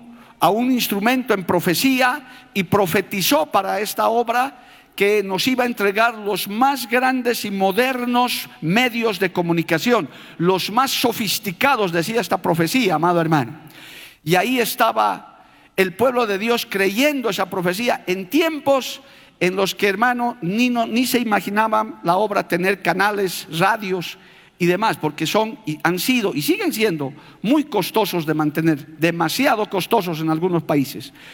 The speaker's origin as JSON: {"language": "Spanish", "country": "Bolivia", "said": "para Bolivia, como boliviano que soy"}